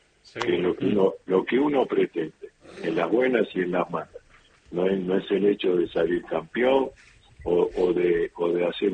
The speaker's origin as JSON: {"language": "Spanish", "region": "Buenos Aires", "country": "Argentina", "tie": "born or raised there", "said": "Vos sos de la provincia. No, digo, nací en el Pirrobano, sí, siempre estuve en capital."}